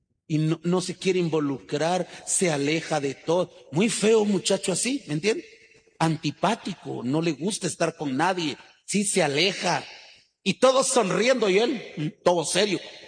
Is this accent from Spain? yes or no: no; Guatemala; Es como cuando decimos soy chapín